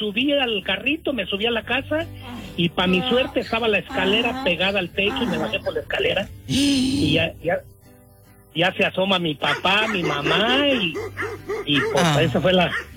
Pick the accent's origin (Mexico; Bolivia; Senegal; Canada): Mexico; Silao, Guanajuato; moved away; Mira, diva, yo soy de la aldea Guanajuato, municipio de Silao.